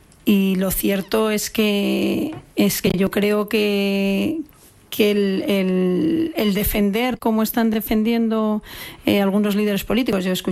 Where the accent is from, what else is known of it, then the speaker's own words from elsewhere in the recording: Spain; de lo que me siento muy orgullosa como española